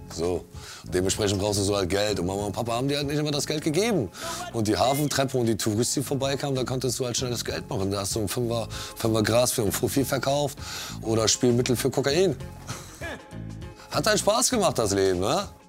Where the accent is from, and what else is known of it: Hamburg, Germany; born or raised there